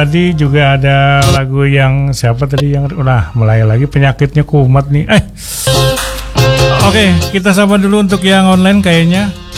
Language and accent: Indonesian; East Kalimantan, Indonesia; now in Jakarta, Indonesia; Jauh-jauh kita dari Kalimantan ketemu satu meja makan di Jakarta. Terus aku minta bayar, bah miskin banar itu menjatuhkan orang Kaltim ikam tuh.